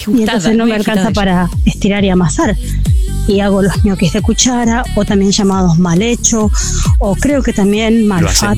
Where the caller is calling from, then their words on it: Rafaela, Santa Fe, Argentina; de Rafaela